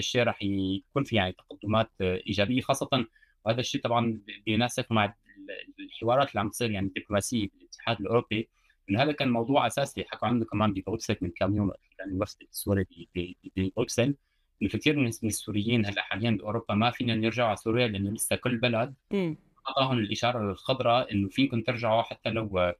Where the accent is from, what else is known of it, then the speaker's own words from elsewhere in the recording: France; accent: Homsi; أنا أول كبرت هون … أنا اسمي فرنسي والأتات يعني سوري